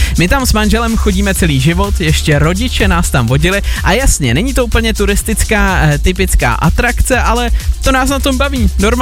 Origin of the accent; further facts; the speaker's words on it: Moravia, Czechia; aspoň je vidět, že jsme správní Moraváci